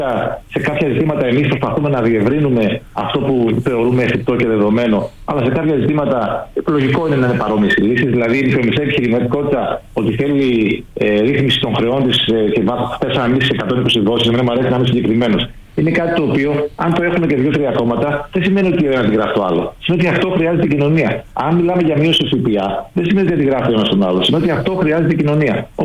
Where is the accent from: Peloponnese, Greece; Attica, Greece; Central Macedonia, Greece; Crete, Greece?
Central Macedonia, Greece; Thessaloniki; Εγώ ως Θεσσαλονικιός